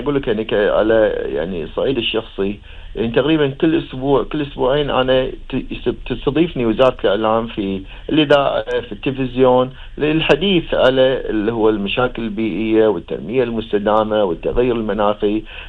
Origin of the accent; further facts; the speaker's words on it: Kuwait; احنا عندنا بالكويت